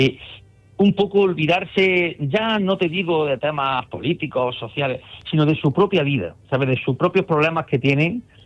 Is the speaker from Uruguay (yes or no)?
no; Jaén, Andalusia, Spain; Jaén capital, sí.